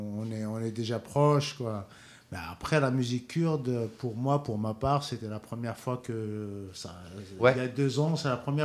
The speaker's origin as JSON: {"language": "French", "region": "Kabylie", "country": "Algeria", "said": "Moi, je suis algérien de Kabylie"}